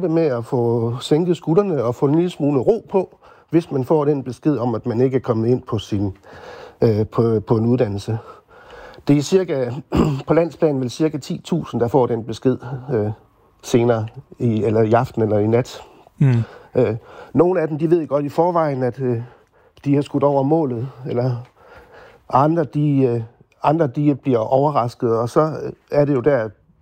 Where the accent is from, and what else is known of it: Jutland, Denmark